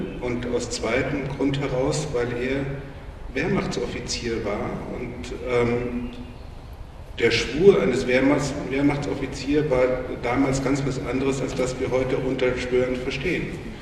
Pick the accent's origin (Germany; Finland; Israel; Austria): Germany; West Germany; ich komme ja aus dem Westen